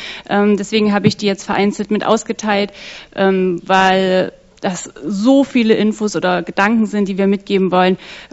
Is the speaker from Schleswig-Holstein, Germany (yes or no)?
yes; Schleswig-Holstein, Germany; ich komme aus dem Kreis Herzogtum Lauenburg